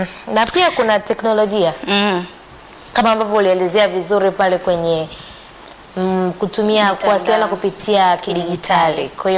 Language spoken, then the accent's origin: Swahili; Tanzania; Mimi na wewe sisi ni Watanzania, tunaongea Kiswahili.